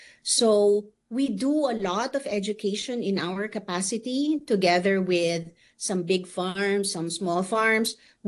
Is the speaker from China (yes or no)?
no; Philippines; I am originally, I'm a Filipino.